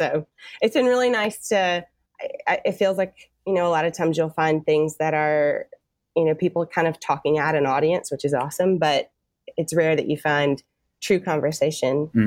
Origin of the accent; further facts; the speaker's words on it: Tuscaloosa, Alabama, United States; now in Atlanta, United States; I grew up in Tuscaloosa, Alabama, and went to the University of Alabama.